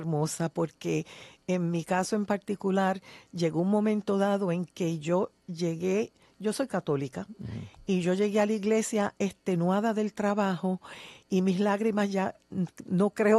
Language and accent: Spanish; Puerto Rico; aquí pues somos puertorriqueños, hablamos el mismo idioma.